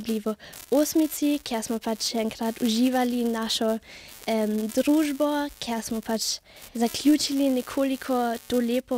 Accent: Eisenkappel, Carinthia, Austria; Jaz sem itak iz Koroške, iz Železne Kaple.

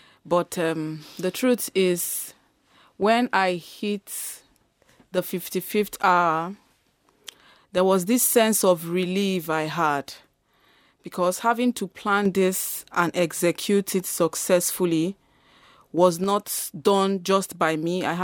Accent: Nigeria; now in Vienna, Austria; Because, you know, I'm African, I'm Nigerian, and I'm living here in Vienna.

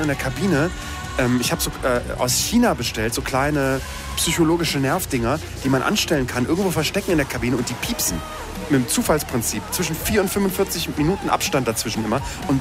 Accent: Austria; Als Österreicher muss ich sagen, furchtbar.

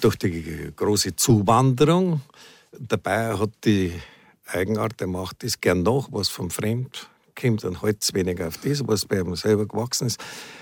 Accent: Berlin, Germany; Die ganzen ausländischen Filme, was da synchronisiert werden bei uns, das sind als Berliner, dass man nicht falsch versteht.

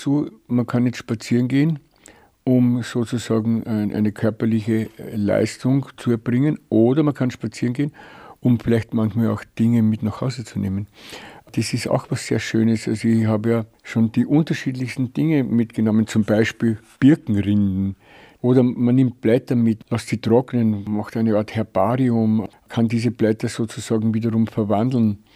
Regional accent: Lower Austria, Austria; moved away; Ich komme ja aus dem Weinviertel und das ist auch eine sehr hügelige Landschaft.

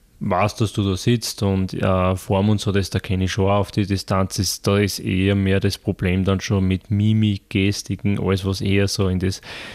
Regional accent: Gloggnitz, Lower Austria, Austria; born there; also born or lived in Lilienfeld / Waidhofen; zur Schule gegangen bin ich normal in die Glocknitzer Volkshauptschule

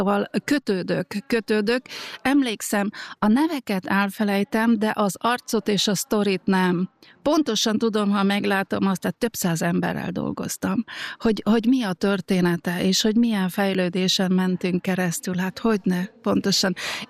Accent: Slovakia; now in Austria; hát ott is én kétnyelvűként nőttem fel Felvidéken, hát anyanyelvi szinten beszéltük a szlovákot, annak ellenére, hogy magyar iskolába jártam.

